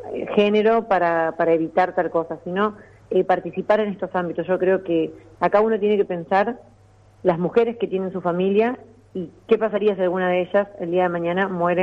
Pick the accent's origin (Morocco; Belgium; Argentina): Argentina; now in Paraná, Argentina